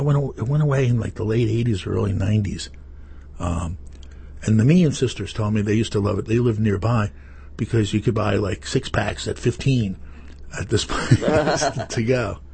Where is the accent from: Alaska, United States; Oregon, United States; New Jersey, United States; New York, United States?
New Jersey, United States; Kearny; Now, I was a Hudson County boy, Kearney.